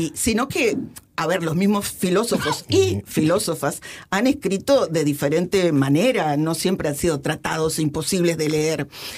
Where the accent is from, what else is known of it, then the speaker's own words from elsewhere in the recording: Argentina; also born or lived in Spain; Es que soy argentina-española y bueno, se me mezclan un poco los decires de un lado y del otro.